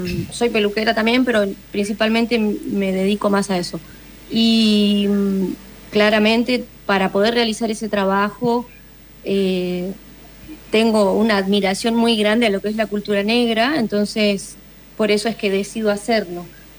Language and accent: Spanish; Argentina; now in Brazil; O sea que yo como argentina tengo muchísimo, muchísimo respeto hacia Brasil y estoy muy, muy agradecida por todo lo que me ha ofrecido durante estos 4 años, a mí y a mis hijas.